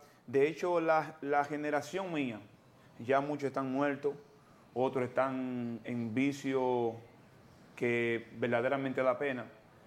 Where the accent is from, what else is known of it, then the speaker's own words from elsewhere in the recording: Jimaní, Independencia, Dominican Republic; Sí. Venimos de la provincia de Jimaní, provincia de Independencia. Allá era un apasionado, como le estaba diciendo ahorita.